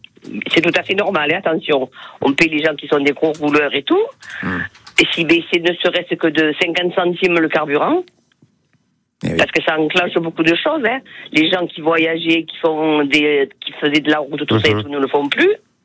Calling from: Marseille, Provence-Alpes-Côte d'Azur, France; j'habite à Marseille.

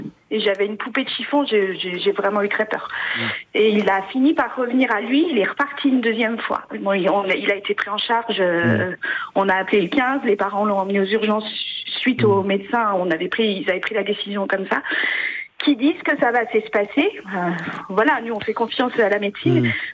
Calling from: Pays de la Loire, France; J'appelle de Vendée

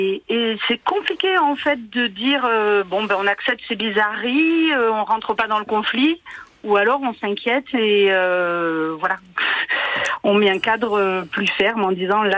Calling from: Provence-Alpes-Côte d'Azur, France; J'appelle des Hautes-Alpes.

